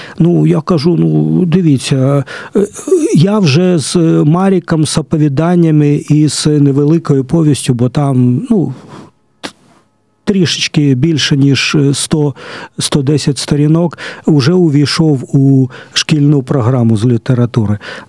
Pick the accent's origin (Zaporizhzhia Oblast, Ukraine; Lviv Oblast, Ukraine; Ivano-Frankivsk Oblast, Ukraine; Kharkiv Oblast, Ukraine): Zaporizhzhia Oblast, Ukraine; Zaporizhzhia; моє рідне Запоріжжя